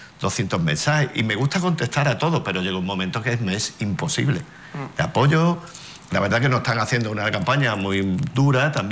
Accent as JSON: {"language": "Spanish", "town": "Cádiz", "region": "Andalusia", "country": "Spain", "said": "Yo soy Ceuta. Yo soy de Cádiz, yo soy Ceuta."}